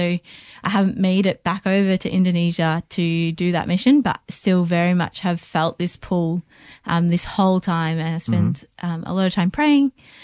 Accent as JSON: {"language": "English", "country": "Australia", "said": "I'm from Australia."}